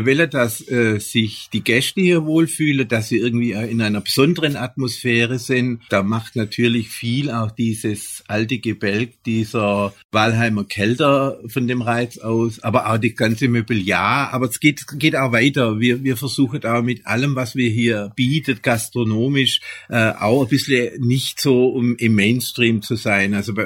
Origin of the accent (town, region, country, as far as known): Baden-Württemberg, Germany; accent: Swabian